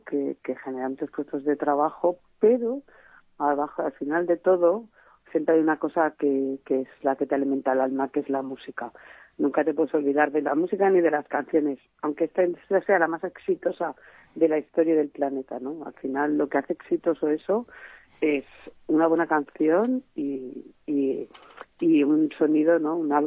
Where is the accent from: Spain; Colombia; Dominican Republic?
Spain; Segorbe, Valencian Community; que yo soy de Segorbe, de Castellón